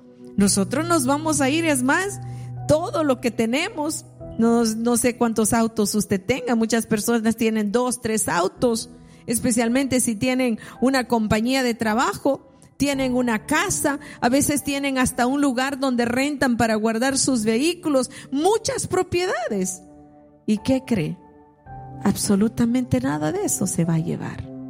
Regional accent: El Salvador; Yo soy así, las del Salvador somos así.

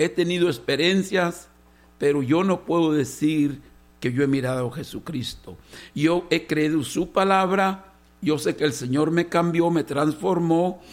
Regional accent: Guanajuato, Mexico

